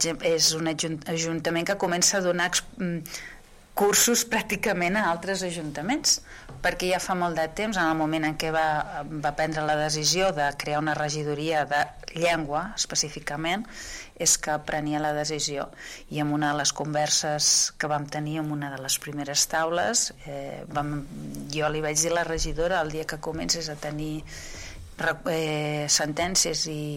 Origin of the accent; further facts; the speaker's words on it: Arenys de Mar, Catalonia, Spain; born there; first language Catalan; Jo soc fruit d'una escola catalanista progressista d'Arenys de Mar